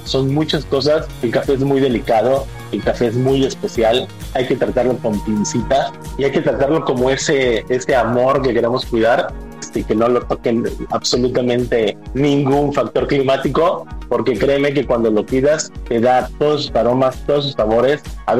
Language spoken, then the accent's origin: Spanish; Veracruz, Mexico; yo soy de Veracruz y obvio, amo mi tierra.